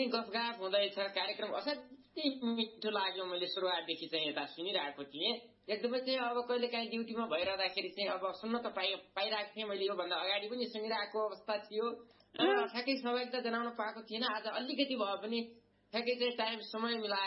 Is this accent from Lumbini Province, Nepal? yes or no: yes; Tulsipur, Lumbini Province, Nepal; born there; moved away; मेरो चाहिँ घर मेरो गाउँ तुलसीपुर पर्छ